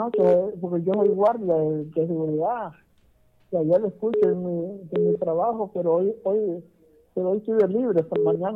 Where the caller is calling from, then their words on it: San Pedro Sula, Cortés, Honduras; de aquí de San Pedro Sula.